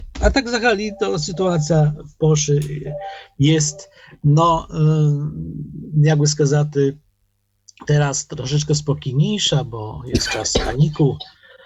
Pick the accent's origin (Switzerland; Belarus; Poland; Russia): Poland; Ja jako Polak, prawda?